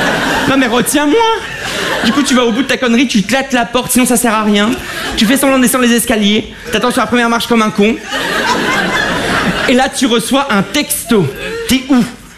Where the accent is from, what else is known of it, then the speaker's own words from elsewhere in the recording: Avion, Hauts-de-France, France; born there; je suis né dans le Pas-de-Calais, dans un village qui s'appelle Avion, près de Lens.